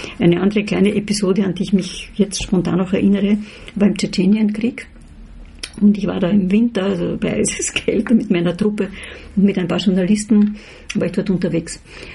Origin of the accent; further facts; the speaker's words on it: Vienna, Austria; Aber zurück zur Frage, also ich bin Wienerin und bleibe es auch. Und da gehöre ich hin.